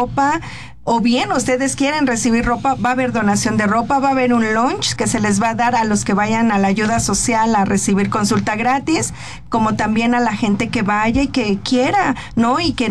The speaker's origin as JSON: {"language": "Spanish", "region": "Mexico City", "country": "Mexico", "tie": "born or raised there", "said": "yo crecí ahí, en Xochimilco. Sí. Soy xochimilca de corazón."}